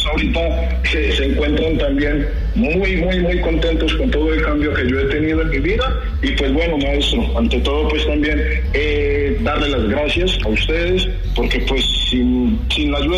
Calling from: La Ceja, Antioquia, Colombia; Yo me encuentro acá en La Ceja, en este momento.

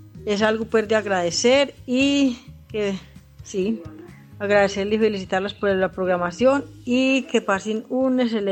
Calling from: Colombia; acá de Palmas.

